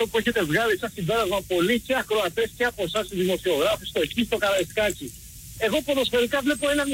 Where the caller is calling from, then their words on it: Athens, Attica, Greece; από Κυψέλη.